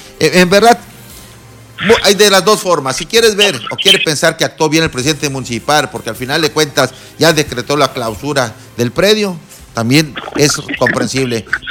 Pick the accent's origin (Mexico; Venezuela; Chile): Mexico; no nos dejan nada bien parado. Primero como mexicanos y segundo, pues la educación que debemos tener.